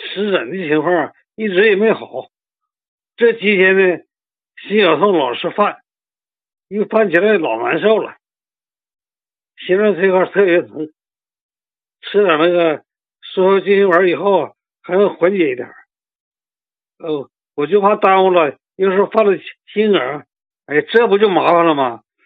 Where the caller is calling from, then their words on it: Beijing, China; 我是北京朝阳区的一个患者吧，